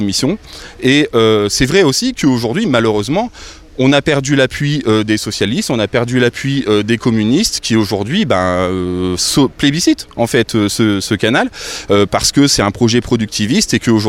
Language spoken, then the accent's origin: French; Oisy-le-Verger, Hauts-de-France, France; also born or lived in Douai; je suis né à Douai, mais j'ai fait de 6 ans à 22 ans Oisil-le-Verger, j'ai habité ici, donc je connais bien